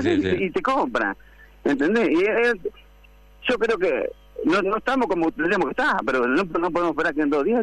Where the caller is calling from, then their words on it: Argentina; Acá somos todos argentinos.